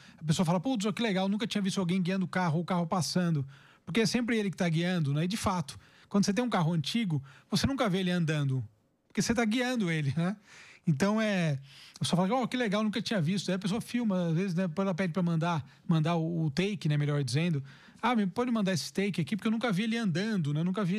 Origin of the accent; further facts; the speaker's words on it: Araraquara, São Paulo, Brazil; moved away as an adult; also born or lived in Rio Claro; now in São Paulo, Brazil; É, não sou do interior. Eu nasci em Rio Claro, mas minha família toda é de Araraquara, né? Araraquara, perto de Ribeirão Preto, né? Aquela região lá da cana-de-açúcar, laranja e...